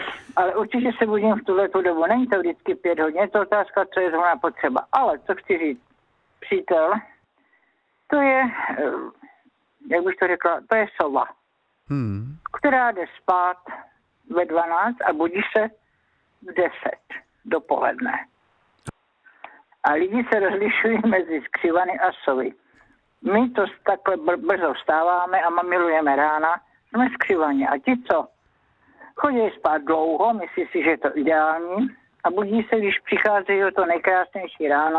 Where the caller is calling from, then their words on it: Žatec, Ústí nad Labem Region, Czechia; já jsem ze Žatce